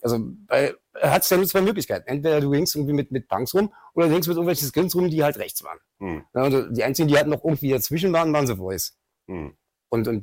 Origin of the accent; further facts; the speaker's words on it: Berlin, Germany; Geboren in Schöneberg, groß geworden in Kreuzberg.